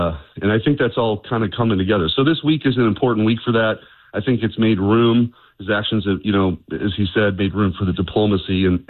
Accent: St. Louis, Missouri, United States; I'm from St. Louis, born and raised, and I live here.

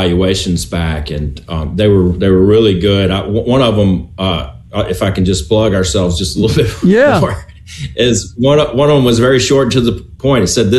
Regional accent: Mississippi, United States; I'm from the Delta.

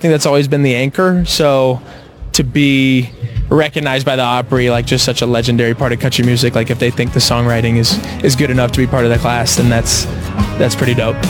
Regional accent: Georgia, United States; Like, I'm from Georgia, but like the songwriting, country music, like as soon as I dove into that when I was like 18, 19, I really got obsessed with songwriting

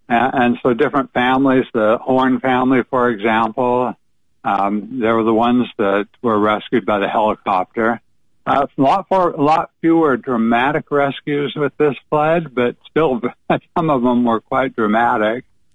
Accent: Sumas, Washington, United States; My home is actually in Nooksack. However, my whole life is pretty much in Sumas. I grew up in Sumas, pastor of a church there.

